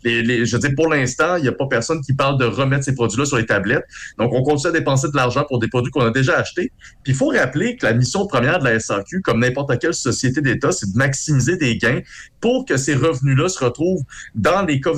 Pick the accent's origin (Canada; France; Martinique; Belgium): Canada; en tant que Canadien, on s'entend